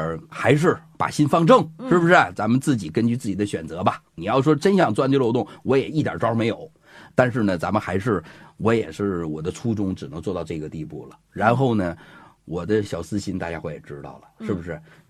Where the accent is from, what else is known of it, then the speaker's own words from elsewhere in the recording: Northeast China, China; accent: Northeastern; 用咱们东北话讲，就是他的优点，就是大鼻子他爹老鼻子了，老多了